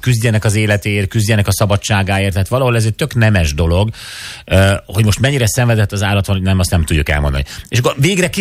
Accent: Hungary; mi magyarok a Balatonban

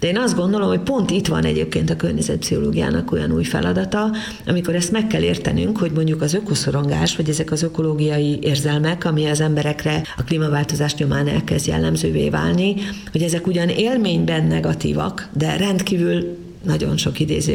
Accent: Debrecen, Hajdú-Bihar, Hungary; moved away as an adult; now in Budapest, Hungary; már a debreceniségemet múlt időbe tudom tenni. Tehát egy nagyon fontos része az életemnek, de én már nem vagyok debreceni, hanem Debrecenben születtem.

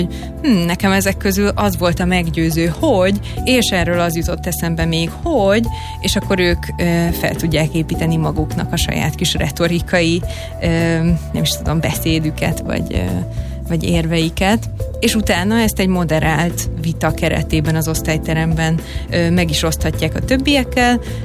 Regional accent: Hungary; ott ilyen kis szégyenlős magyarként

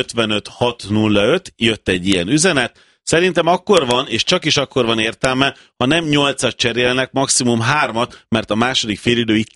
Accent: Borsod-Abaúj-Zemplén, Hungary; Borsodiként ki is akartam kérni

